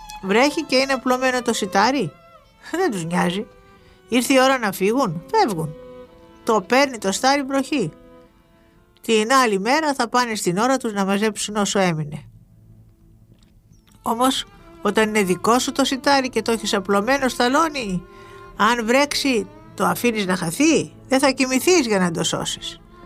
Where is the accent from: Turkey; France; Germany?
Turkey; Pharasa, Kayseri Province; Παλιά στην πατρίδα μου στα Φάρασα έλεγαν